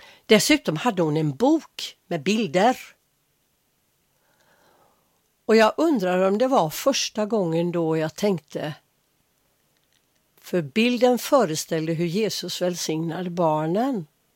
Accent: Gothenburg, Västra Götaland County, Sweden; Jag är göteborgare av födsel och ohejdad vana. Men jag har gjort lite utflykter här och där i mitt liv. Om inte annat så har jag ju varit på min sommarö Kalvsund. Jag har varit i Mölndal lite då och då.

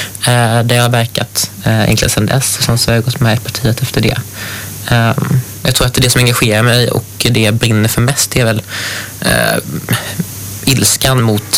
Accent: Sollentuna, Stockholm County, Sweden; also born or lived in Södertälje / Göteborg; now in Trollhättan, Sweden; Jag är född i Södertälje och flyttade sedan med familj till Sollentuna i Stockholm. Sen har vi pendlat mellan Stockholm och Göteborg under många år

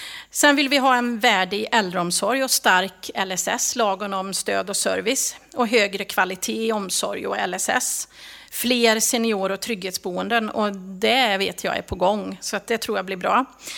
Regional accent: Hudene, Västra Götaland County, Sweden; Jag är från Herrljunga kommun från början, från Hudene.

